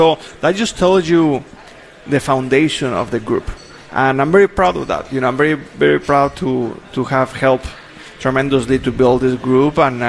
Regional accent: Mexico; English is a second language; now in United States; when I moved to the United States, I didn't speak English.

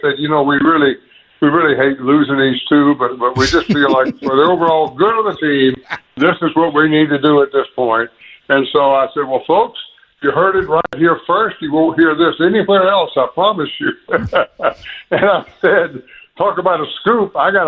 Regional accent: Quitman, Georgia, United States; my life growing up in South Georgia, in Quitman, Georgia, just outside of Valdosta, Georgia. People know where that is. I grew up there

